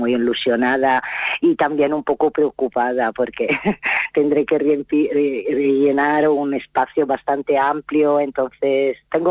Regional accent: Florence, Tuscany, Italy; now in Alicante, Spain; Pues yo soy de Italia, de Florencia, y vivo en Alicante desde hace 20 años. En el Campello, exactamente.

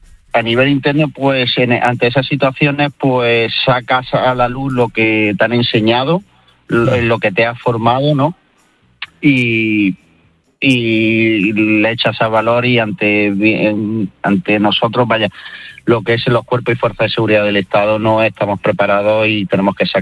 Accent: Loja, Andalusia, Spain; now in Almería, Spain; como bien ya le he dicho, soy natural de Loja y resido actualmente en Almería.

